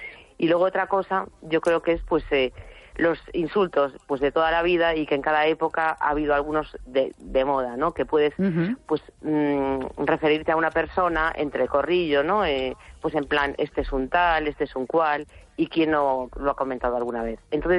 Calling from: A Coruña, Galicia, Spain; de La Coruña.

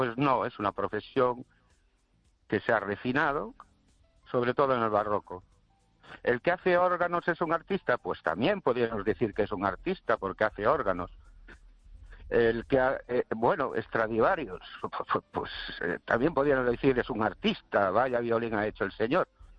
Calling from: Ourense, Galicia, Spain

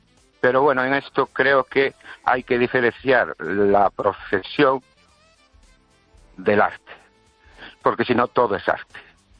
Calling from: Ourense, Galicia, Spain; de Orense.

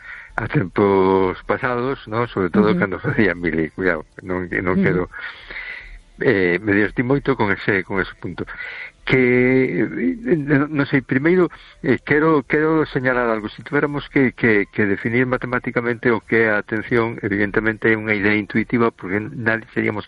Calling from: A Coruña, Galicia, Spain; de Coruña. ¿Qué tal estamos?

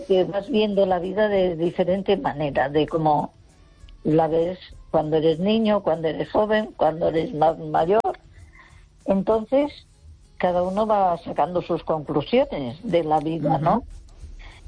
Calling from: Lugo, Galicia, Spain

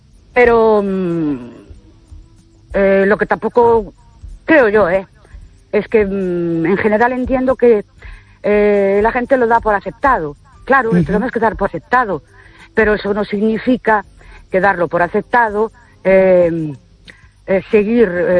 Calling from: Ourense, Galicia, Spain; Buenas noches … de Ourense.

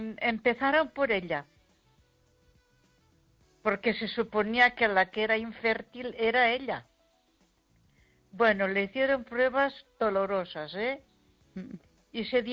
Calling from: Ponferrada, Castile and León, Spain; de Ponferrada.

